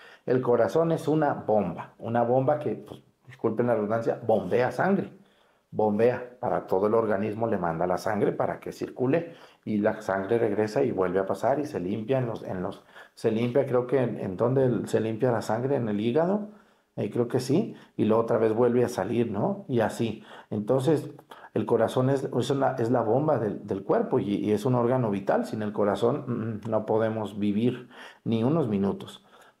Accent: Mexticacán, Jalisco, Mexico; ahí en mi pueblo, en Mestigacán

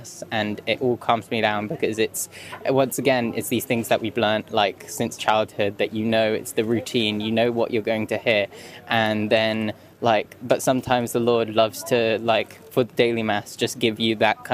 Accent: London, United Kingdom; From London.

